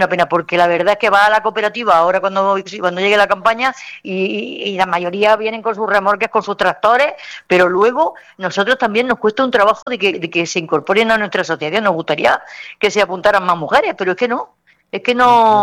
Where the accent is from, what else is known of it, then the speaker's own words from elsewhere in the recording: Spain; Pero me afecta como española